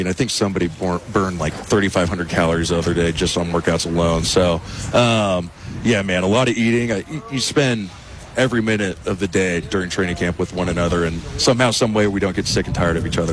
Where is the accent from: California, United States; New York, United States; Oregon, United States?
Oregon, United States; Milwaukie; I usually say I'm from Portland